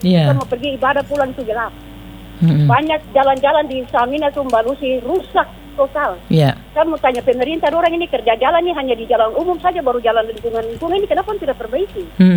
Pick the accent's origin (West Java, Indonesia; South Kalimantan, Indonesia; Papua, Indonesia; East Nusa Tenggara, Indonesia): Papua, Indonesia; Karena kita orang Papua tidak pernah perempuan main judi.